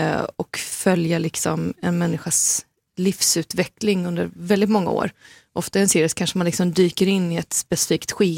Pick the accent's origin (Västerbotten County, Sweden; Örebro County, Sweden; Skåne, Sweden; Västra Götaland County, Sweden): Västra Götaland County, Sweden; Gothenburg; born or raised there